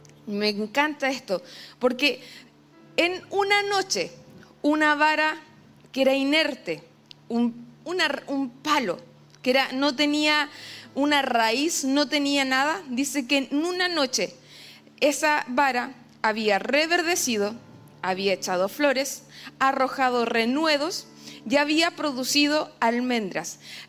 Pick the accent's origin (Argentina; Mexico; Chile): Chile; Concepción, Biobío; moved away as an adult; now in Los Ángeles, Chile; en Los Ángeles, este año cumplimos 9 años nosotros como pastora allá en la iglesia, pero soy penquista. Soy de acá, de Concepción. Nos enviaron hace 9 años a la ciudad de Los Ángeles desde acá. Esta es nuestra casa.